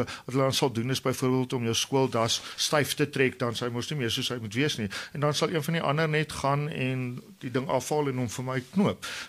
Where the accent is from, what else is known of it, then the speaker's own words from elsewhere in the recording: KwaZulu-Natal, South Africa; om Afrikaanse Natal groot te word